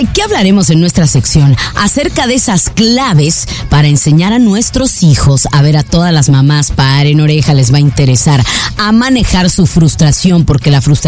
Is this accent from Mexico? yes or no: yes; Guadalajara, Jalisco, Mexico; moved away; Esas tapatías que importaron desde Guadalajara, Guadalajara, Jalisco, México.